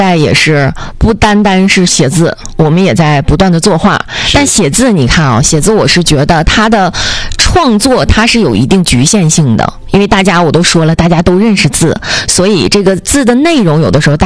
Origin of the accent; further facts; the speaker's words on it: Jilin, China; 尤其我们的家乡，我们的吉林